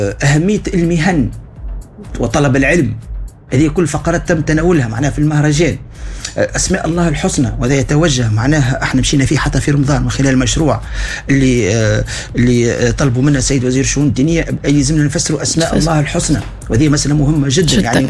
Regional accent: Tunisia; خيرة الدكاترة اللي عندنا في تونس

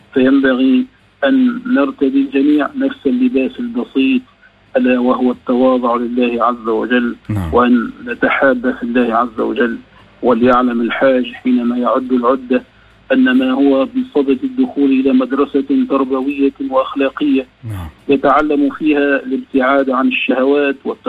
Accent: Tunisia; بلدنا تونس،

